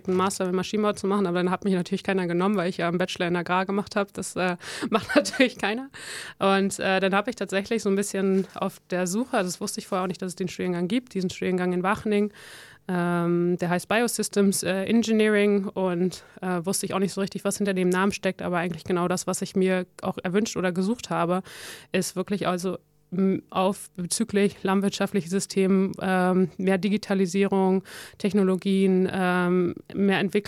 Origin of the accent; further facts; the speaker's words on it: Netherlands; German is a second language; also ich komme ja ursprünglich aus den Niederlanden, habe dann aber gedacht, nee, das bin ich jetzt so lange raus